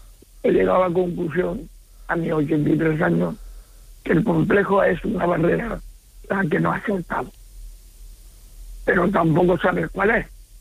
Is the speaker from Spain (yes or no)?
yes; Córdoba, Andalusia, Spain; now in Alicante, Spain; Estoy en Alicante, pero soy cordobés.